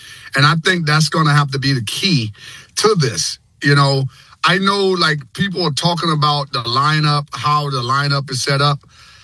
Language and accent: English; Tampa, Florida, United States; also born or lived in St. Petersburg, United States; You know, I used to live by the stadium, when I lived in St. Pete, and I grew up in Tampa my whole life.